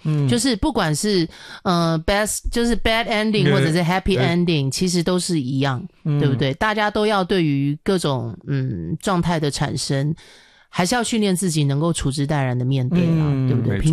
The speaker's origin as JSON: {"language": "Chinese", "region": "Taipei", "country": "Taiwan", "tie": "born or raised there", "said": "所以以我一个在台北生活的这样，因为我们从小可能就是在台北长大"}